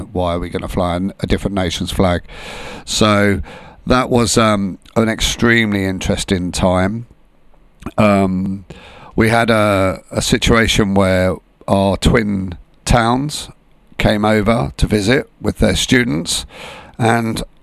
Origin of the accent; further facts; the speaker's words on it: Huntingdon, East of England, United Kingdom; born and raised in Huntingdon, and to be its first citizen was an absolute honour, and to be the last, at the moment, the last mayor born in the town.